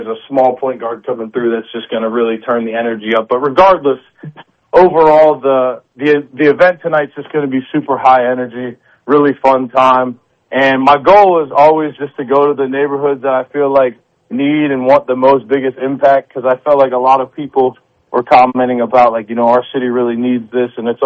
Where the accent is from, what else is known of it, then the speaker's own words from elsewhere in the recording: Ohio, United States; I'm from the Midwest. I'm from Northeast Ohio.